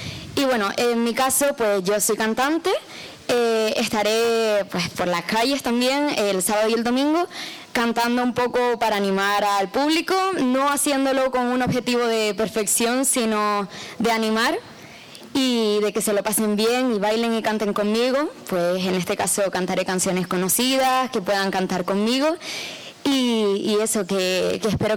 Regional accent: Canary Islands, Spain; me enorgullece como canaria ver que nuestra tierra, y bueno, en este caso Teror, se ve envuelta en el arte

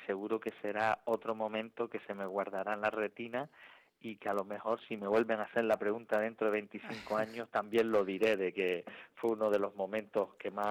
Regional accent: Teror, Canary Islands, Spain; soy de Teror

